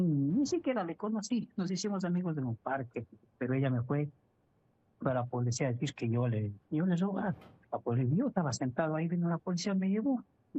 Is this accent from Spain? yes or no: no; Ecuador; moved away as an adult; Porque yo no soy de aquí, yo soy de Ecuador.